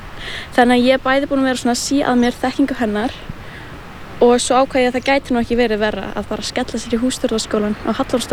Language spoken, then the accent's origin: Icelandic; Húsavík, Northeast Region, Iceland; ég er 19 ára og kem frá Húsavík.